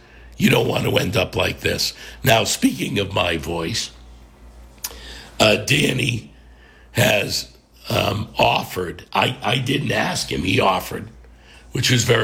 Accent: Ireland; I can make that joke because I'm Irish.

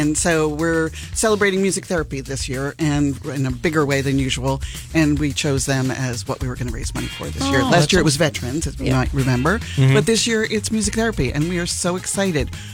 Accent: New York, United States; I'm a New Yorker.

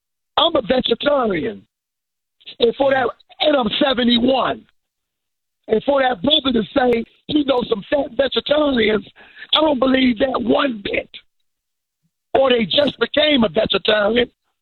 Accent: Washington, District of Columbia, United States; I'm calling you from Capitol Hill, Washington, D.C. Okay. All right. Where I was born, where I worked for the federal government, and I was born and raised.

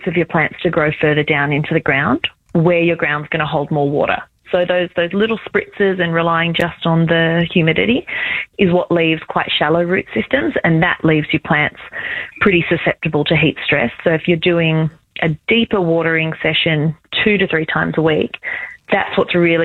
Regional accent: Australia; I am from Australia

